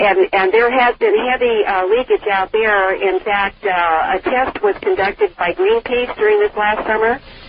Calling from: Anchorage, Alaska, United States; Oh, I'm calling you from Anchorage, Alaska.

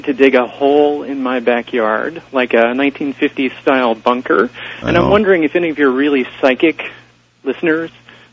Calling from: Seattle, Washington, United States; out in Seattle.

